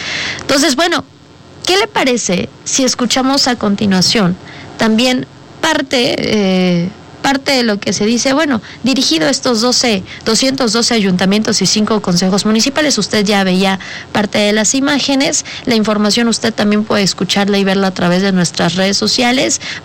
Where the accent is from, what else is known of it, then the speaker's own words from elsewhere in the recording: Puebla, Mexico; Si somos poblanas y poblanos